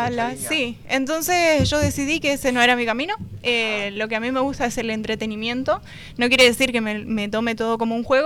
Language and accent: Spanish; Avellaneda, Santa Fe, Argentina; Yo soy de Avellaneda